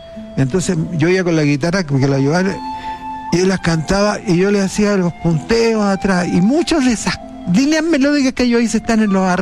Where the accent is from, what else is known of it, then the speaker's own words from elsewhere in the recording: Argentina; moved away; mi hermano, yo y otro argentino.